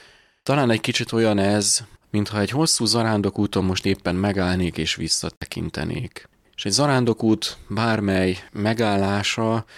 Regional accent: Dunakeszi, Pest, Hungary; Egy katolikus családban születtem, Dunakesziről származom, hárman vagyunk testvérek

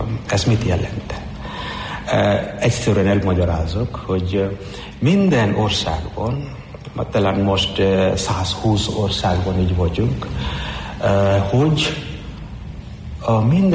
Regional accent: Odisha, India; Hungarian is a second language; moved away as an adult; now in Pest County, Hungary; Indiából származom. Elmúlt 14 éve, hogy itt vagyok Magyarországon.

